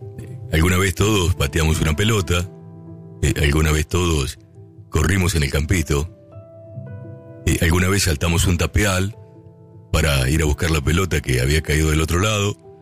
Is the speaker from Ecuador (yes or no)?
no; Argentina; siempre en mi país ha existido la pasión por el fútbol